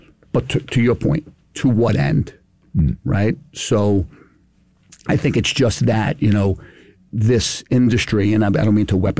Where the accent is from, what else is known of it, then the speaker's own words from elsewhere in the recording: Long Beach, California, United States; He went missing in Long Beach, which is my hometown.